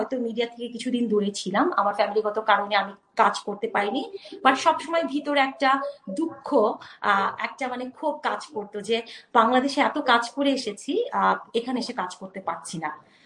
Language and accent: Bangla; Bangladesh; এক হচ্ছে যে আমরা বাংলাদেশি, হ্যাঁ, so we came from like Yoon